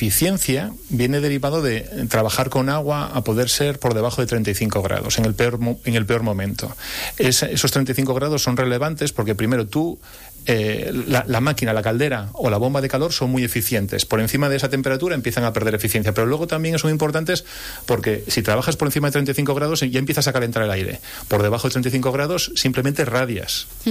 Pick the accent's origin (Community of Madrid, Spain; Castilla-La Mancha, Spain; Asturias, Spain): Asturias, Spain; yo soy asturiano y aquí no hay sol. Y aquí está lloviendo continuamente.